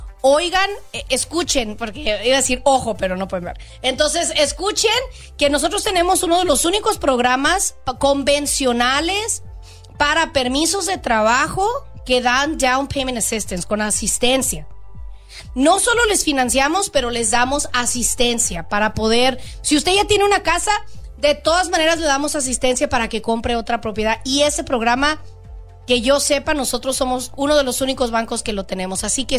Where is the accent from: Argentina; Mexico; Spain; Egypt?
Mexico; moved away; los que somos mexicanos, a los que somos latinos